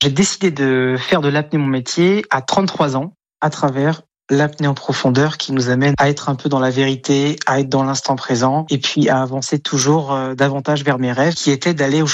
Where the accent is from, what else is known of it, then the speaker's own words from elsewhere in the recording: Saint-Malo, Brittany, France; En tant que Breton, en tant que Malouin, en tant que nageur, c'est une relation d'amour.